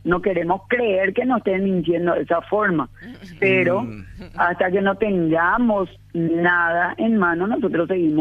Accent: Paraguay; tenemos como paraguayos una memoria muy corta

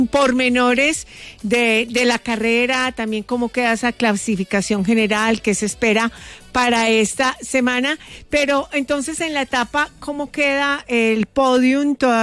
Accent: Quimbaya, Quindío, Colombia; mi pueblo, Quimbaya, Quindío

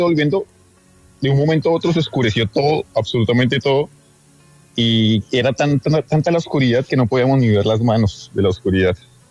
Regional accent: Boyacá, Colombia; Yo soy de Boyacá. Nosotros nos encantaba salir a caminar en montañas

